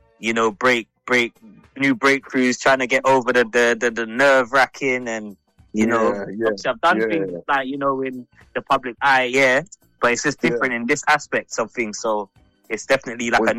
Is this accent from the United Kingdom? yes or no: yes; England, United Kingdom; Well, yeah, obviously born and bred in England. But obviously parents were full Jamaican, come here as children.